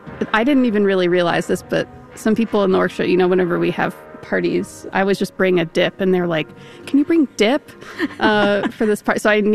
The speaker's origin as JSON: {"language": "English", "region": "Minnesota", "country": "United States", "said": "as every Minnesotan must"}